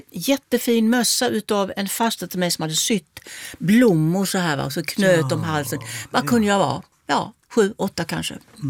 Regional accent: Kristianstad, Skåne, Sweden; born or raised there

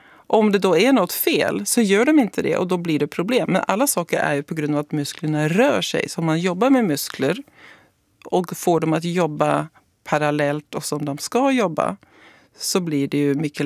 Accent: Norway; Swedish is a second language; now in Sweden; nej, det är skillnad på Norge och Sverige, för jag är norsk. Svensken vill ju gärna ha konsensus, vara glad och nöjda.

